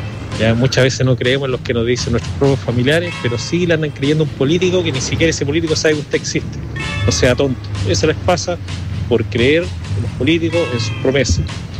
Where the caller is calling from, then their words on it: Iquique, Tarapacá, Chile; de Tiquique.